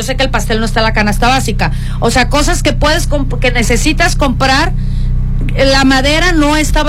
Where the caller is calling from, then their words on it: Mexico; Yo vivo en México.